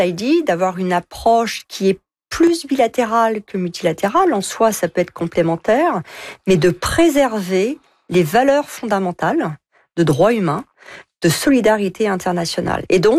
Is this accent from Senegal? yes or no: no; France; Je suis française, c'est aussi dans l'intérêt de la France.